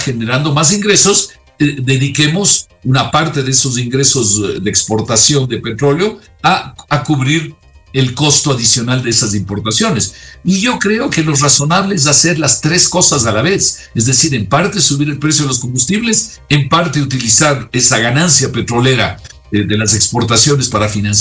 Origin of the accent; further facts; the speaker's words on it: Ecuador; los que acabamos pagando esas deudas somos nosotros, los ecuatorianos.